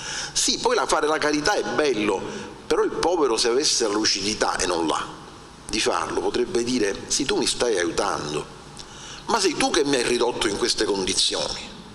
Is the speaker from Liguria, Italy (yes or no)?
no; Palermo, Sicily, Italy; io vengo da Palermo, città disastrata dal sacco edilizio